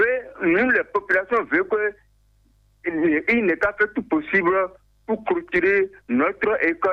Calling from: Bonou, Ouémé, Benin; Nous, les populations des villages d'Agbomaga

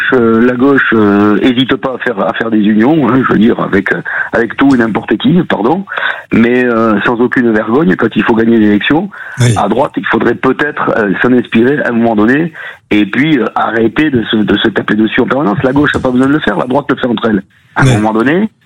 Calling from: Nouvelle-Aquitaine, France; Au Laurent, dans le Béarn.

